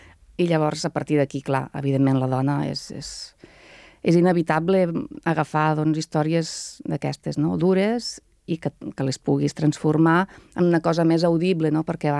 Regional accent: Catalonia, Spain; moved away; also born or lived in Belgium

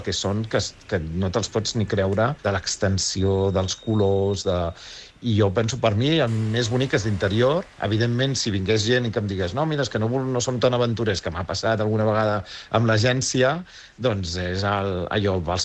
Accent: Barcelona, Catalonia, Spain; i jo soc de Gràcia, i haig de dir que Gràcia, això, jo ho tenia més, anava saludant els veïns, coneixies a la gent

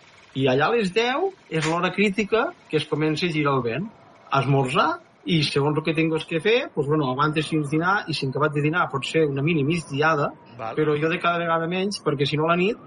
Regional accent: Aitona, Catalonia, Spain

